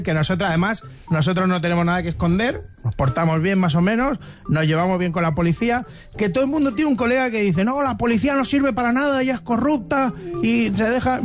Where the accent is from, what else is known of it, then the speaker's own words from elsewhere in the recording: Rubí, Catalonia, Spain; Que claro, nosotros somos de Rubí.